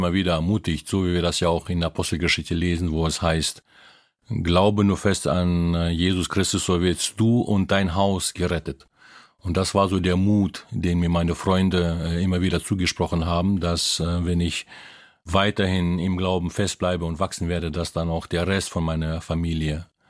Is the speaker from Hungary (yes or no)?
no; Philippines; Ich bin in den Philippinen aufgewachsen und mein Vater der war Ingenieur und der hat auf einer anderen Insel gearbeitet.